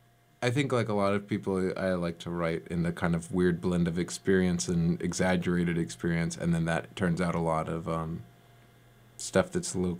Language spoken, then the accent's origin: English; Chapel Hill, North Carolina, United States; I'm from this little weird part of Chapel Hill that's in Durham County, so I went to high school in Durham, but kind of, I don't know, I say I grew up in Chapel Hill City